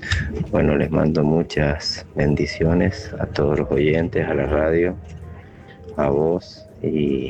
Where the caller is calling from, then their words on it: Maipú, Mendoza, Argentina; de Maipú, Mendoza, el chofer de larga distancia.